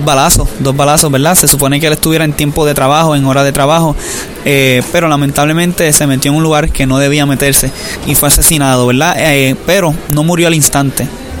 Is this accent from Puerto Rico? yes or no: yes; Humacao, Puerto Rico; Soy un joven de 22 años. Vivo en Humacao, Puerto Rico. Soy de Puerto Rico. Puerto Rico es la isla del encanto, así se le dice.